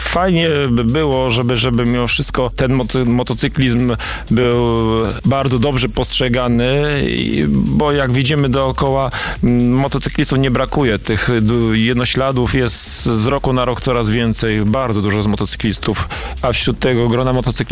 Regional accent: Słupca, Greater Poland Voivodeship, Poland; Flaga Słupcy i barwy Słupcy i to, że jesteśmy ze Słupcy i z powiatu słupeckiego, choć nie tylko

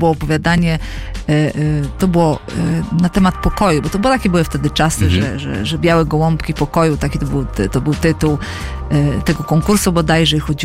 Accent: Pomeranian Voivodeship, Poland; born there; Mój tata był nauczycielem języka rosyjskiego, wieloletnim dyrektorem szkoły wiejskiej niedaleko tego miejsca zamieszkania, gdzie się urodziłam. To jest na Pomorzu. Piękne miejsce.

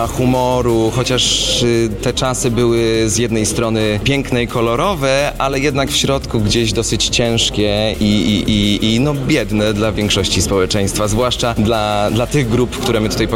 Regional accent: Warsaw, Masovian Voivodeship, Poland; ja na przykład jestem warszawiak

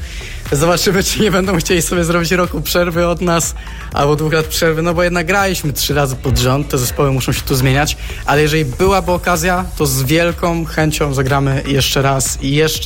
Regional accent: Opole, Opole Voivodeship, Poland; wydaje mi się, że ludzie lubią ten typ muzyki u nas w Opolu i nie tylko.

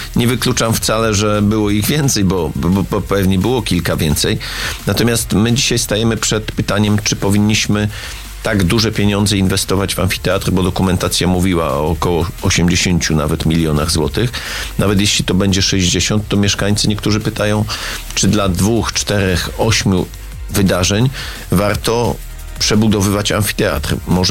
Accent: Konin, Greater Poland Voivodeship, Poland; Ja wszędzie, gdzie jeżdżę po Polsce i mówię, że jestem z Konina

